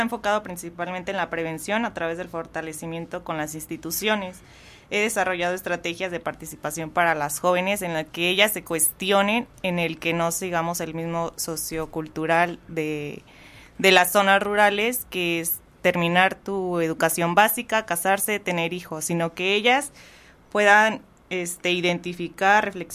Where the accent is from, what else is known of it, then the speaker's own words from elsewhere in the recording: Cuautla, Morelos, Mexico; Sí, originaria de aquí de Cuautla y tengo 27 años